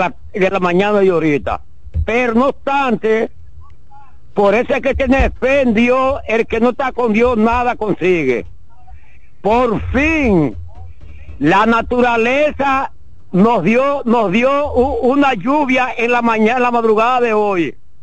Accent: Duvergé, Independencia, Dominican Republic; Duvergé está ahí, mi pueblo, Duvergé de mis amores.

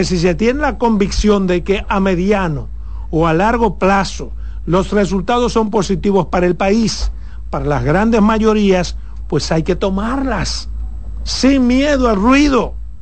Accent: Pedernales, Dominican Republic; soy de Pedernales, donde nació la Alcoa Exploration Company.

